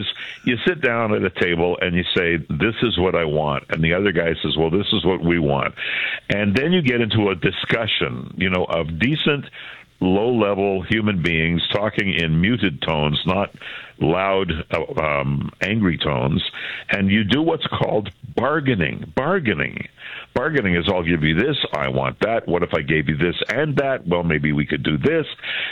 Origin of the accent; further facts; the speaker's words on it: Canada; born there; I was born in Canada, but the country called Czechoslovakia that existed while I was a child